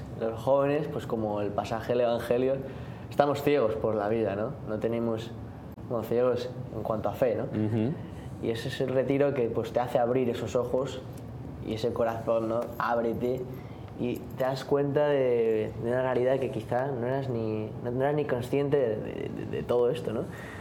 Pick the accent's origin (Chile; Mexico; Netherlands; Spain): Spain; Y yo que vengo de España también, pues allí hay Fetá casi, no en todas, pero en muchísimas parroquias.